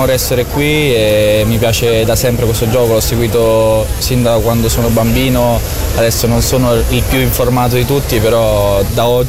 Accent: Rome, Lazio, Italy; ma con sangue fiorentino, quindi è un mix che mi si addice perfettamente, anche perché alla fine sono cresciuto a Roma, però le origini sono origini

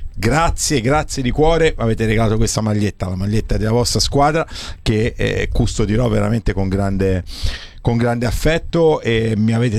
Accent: Livorno, Tuscany, Italy; Sì, io dico sempre, sono un livornese un po' atipico

